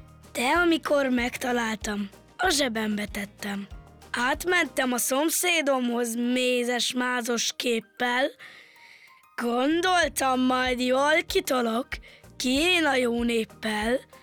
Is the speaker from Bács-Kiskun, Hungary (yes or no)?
yes; Kecskemét, Bács-Kiskun, Hungary; Kecskemétről jöttem, 9 éves vagyok